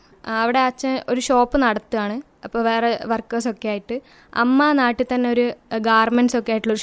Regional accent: Koyilandy, Kerala, India; ഞാൻ കൊയിലാണ്ടി നിന്നാണ് വരുന്നത്.

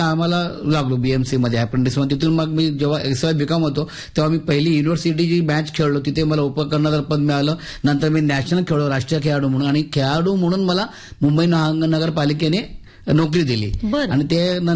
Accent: Mumbai, Maharashtra, India; मी ज्या भागात वाढलो लालबाग परळ मला माझ्या काकांनी 5 वर्षात असताना मुंबईला आणलं आणि त्यांनी माझ्या आयुष्याला आकार दिला

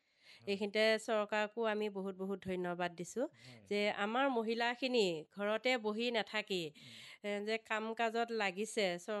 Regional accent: Morigaon, Assam, India; হয়, মৰিগাঁও দণ্ডুৱাত আমাৰ গাঁওখন খুবেই সুন্দৰ।

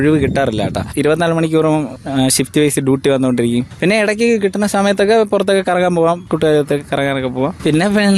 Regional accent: Neyyattinkara, Kerala, India; Nadu Neyyattinkara.

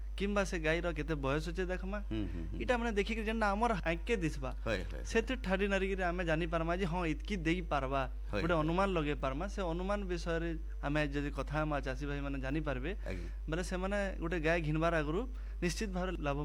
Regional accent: Balangir, Odisha, India; ଆମର ବଲାଙ୍ଗୀରରୁ ଆମେ ଯଦି କିଛି ଗୋଟେ ଗାଈ ଘିନି ଯାଉଛୁଁ

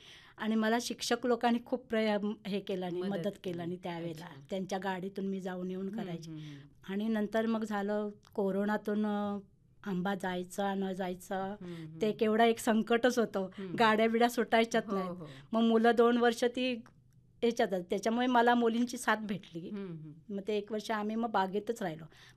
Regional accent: Rajapur, Maharashtra, India; moved away as an adult; now in Agave, Lanja, India; माझं माहेर राजापूर.

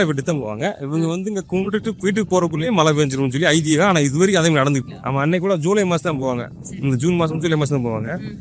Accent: Cumbum, Tamil Nadu, India; now in Kodaikanal, India; கம்பம் கூடலூர். சொந்த ஊர்

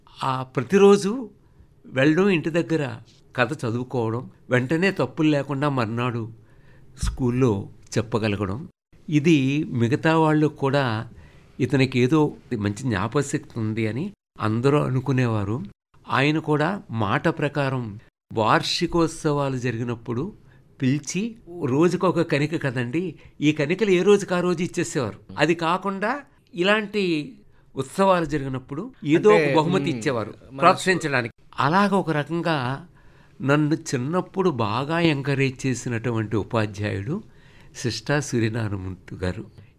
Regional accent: Pasalapudi, Andhra Pradesh, India; born or raised there; also born or lived in Ramachandrapuram

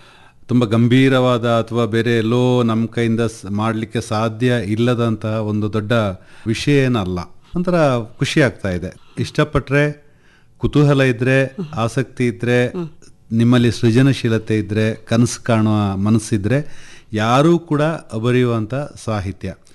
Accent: Koyanad, Karnataka, India; ನಮ್ಮ ಊರು ಕೊಯನಾಡಿನಲ್ಲಿ, ಅಲ್ಲೂ ಕೂಡ ನಾನು ಶಾಲೆ ಕಲಿತಾ ಇದ್ದೆ.

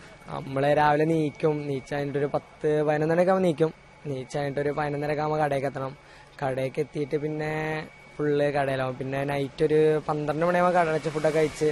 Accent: Nilambur, Kerala, India; now in Kochi, India; Nilambur.

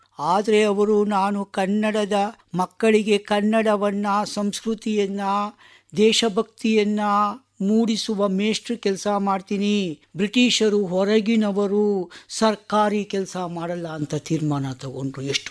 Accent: Bengaluru, Karnataka, India; ನಾನು ಬೆಂಗಳೂರಿನವನು

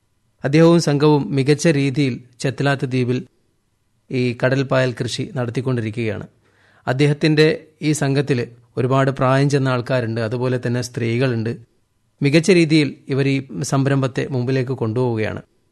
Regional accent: Lakshadweep, India

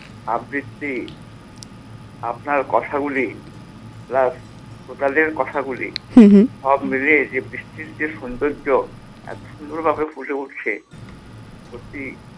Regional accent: Belonia, Tripura, India; ওই গ্রীষ্মের বন্ধে চলে আসতাম গ্রামের বাড়িতে, আমাদের বাড়ি হলো বিলোনিয়া কৃষ্ণনগর।

